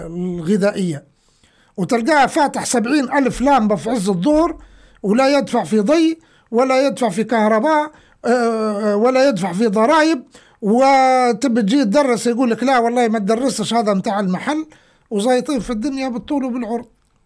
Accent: Libya; لكن إحنا ليبيين

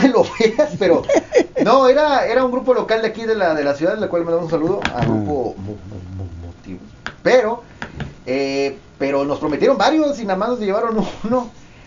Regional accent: Chihuahua, Mexico; born there; yo que estaba, un saludo en la escuela Club Rotario, matutina, allá en el 13 y 14 de no, 15 y 14 de Chihuahua

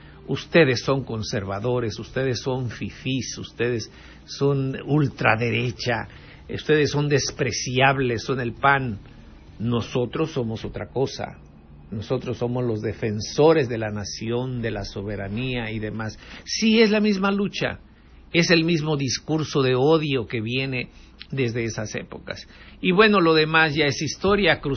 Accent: Mexico

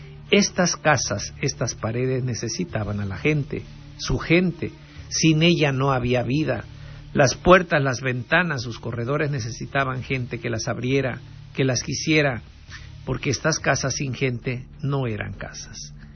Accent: Vallecitos de Zaragoza, Guerrero, Mexico; de mi pueblo, de Vallecitos de Zaragoza, allá en lo alto de la sierra de Zihuatanejo. Estamos a una hora de distancia.

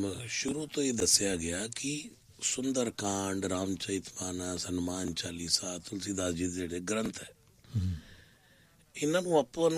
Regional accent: Delhi, India; born there; ਦੋ ਮੰਦਰ ਬਣਵਾਏ ਜਿੱਥੇ ਮੇਰਾ ਜਨਮ ਹੋਇਆ ਸੀ

